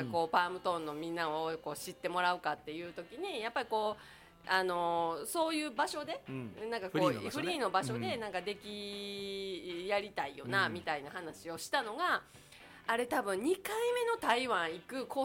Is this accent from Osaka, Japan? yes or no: yes; Takatsuki, Osaka, Japan; あの地元の高槻っていうところでやってるイベントがあるんです、毎月1回ね。